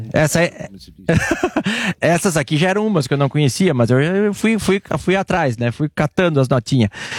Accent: São Francisco de Paula, Rio Grande do Sul, Brazil; moved away; eu não sou de Nova Petrópolis, sou de São Francisco de Paula.

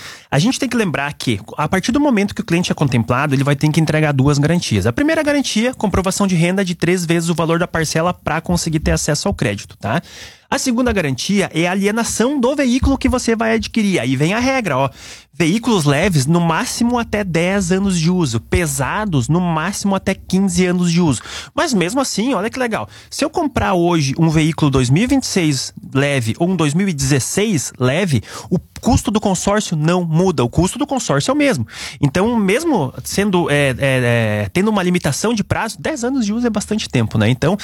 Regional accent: Nova Petrópolis, Rio Grande do Sul, Brazil; pelo menos na minha terra, aqui em Nova Petrópolis, né, não nasce dinheiro em árvore.

